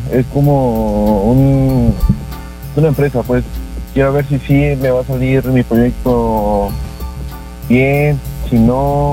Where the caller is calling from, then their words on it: Coatepec, Veracruz, Mexico; De Coatepec, Veracruz.